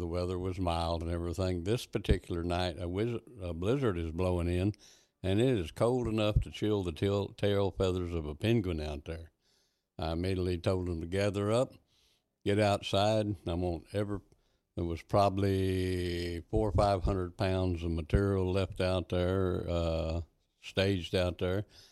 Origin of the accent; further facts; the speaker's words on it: Lubbock, Texas, United States; now in Llano County, United States; I'm originally from Lubbock, and that's from my place here in Llano County. That's about a six-hour drive nonstop.